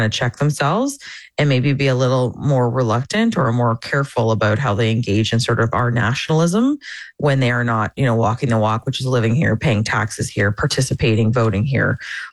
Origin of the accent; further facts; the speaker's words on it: Amherstburg, Ontario, Canada; moved away as an adult; I still feel like I'm a girl from Southern Ontario, like an Amherstburg girl. I haven't lived there since I was 18, but I visit there.